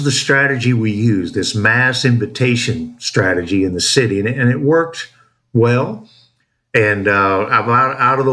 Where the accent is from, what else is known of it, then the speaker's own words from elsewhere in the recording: United States; moved away as an adult; also born or lived in Campeche; now in Mexico; "Well, we're from Washington."